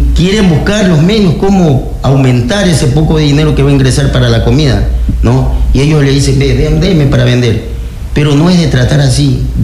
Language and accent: Spanish; Salinas, Santa Elena, Ecuador; Yo soy de Cantón Salinas, sí.